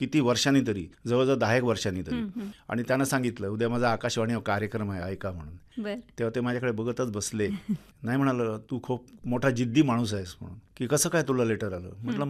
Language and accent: Marathi; Tulas, Maharashtra, India; बालपण माझं वेंगुला तालुक्यातील तुळसगावी गेलं. आम्ही 12 भावंड, वडील शेती करायचे